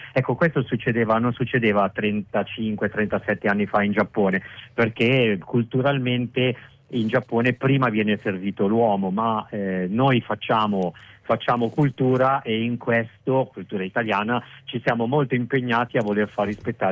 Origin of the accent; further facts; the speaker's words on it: Milan, Lombardy, Italy; born there; Io sono nato a Milano